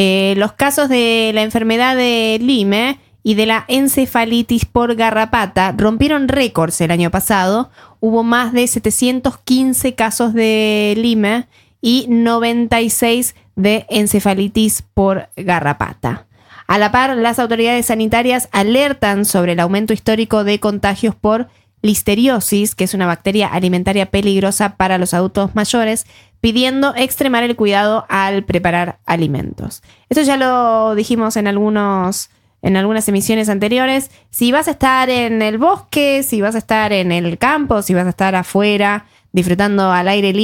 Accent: Argentina; Ahora me puse así como argentina patriota.

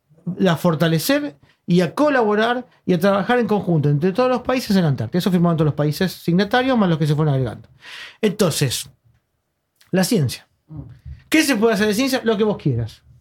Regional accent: Argentina; vengo de Argentina, que estamos en invierno.

